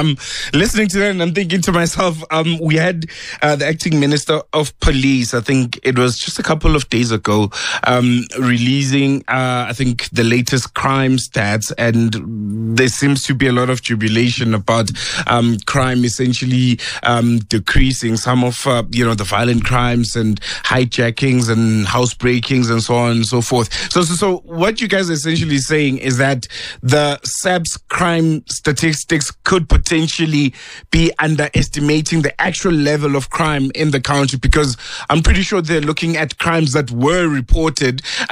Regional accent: South Africa; now in Johannesburg, South Africa; as a South African, especially living in Johannesburg

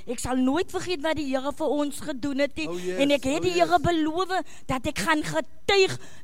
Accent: Riversdale, Western Cape, South Africa; ek is die van Riversdale.

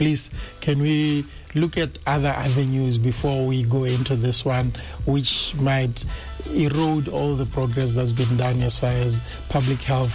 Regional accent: Ramotswa, South-East District, Botswana; I come from Ramotswa, just a stone throw away from here.

